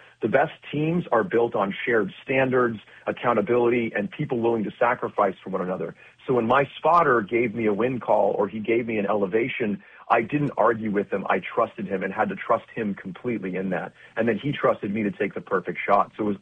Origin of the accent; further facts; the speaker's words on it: Sunnyvale, California, United States; I'm happy to be representing on a show out of my hometown, you know, San Francisco and San Jose. Very glad to be on.